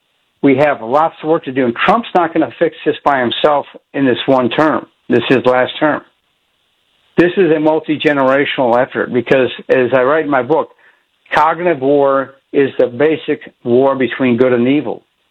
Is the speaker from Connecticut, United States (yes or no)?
no; Virginia, United States; Look at the districting, redistricting they tried here in my home state of Virginia.